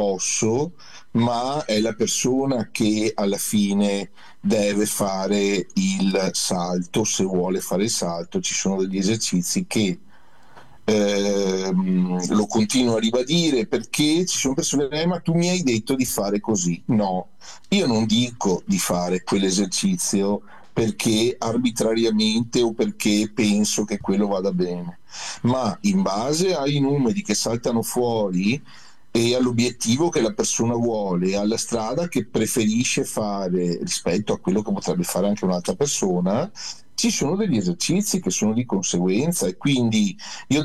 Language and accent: Italian; Villorba, Veneto, Italy; io sono di Villorba